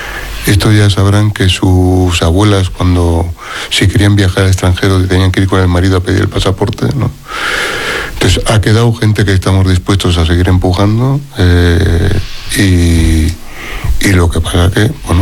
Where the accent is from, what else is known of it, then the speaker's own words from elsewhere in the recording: Barakaldo, Basque Country, Spain; como en mi pueblo, que soy de Baracaldo